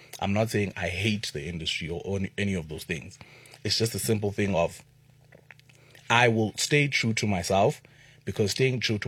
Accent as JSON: {"language": "English", "region": "Eastern Cape", "country": "South Africa", "tie": "born or raised there", "said": "I grew up in the Eastern Cape, where I come from a place where people just speak Xhosa"}